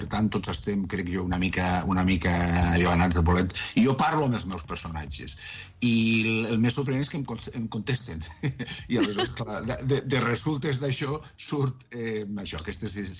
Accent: Lleida, Catalonia, Spain; El meu barri de Balàfia.

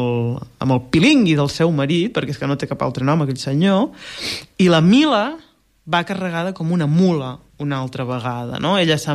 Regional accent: Blancafort, Catalonia, Spain; a Blancafort, al meu poble

